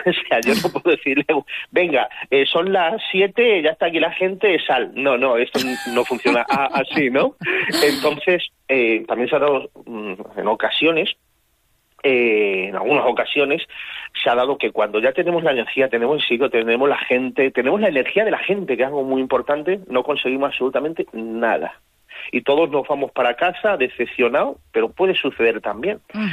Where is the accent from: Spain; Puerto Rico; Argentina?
Spain; Extremadura; yo soy extremeño también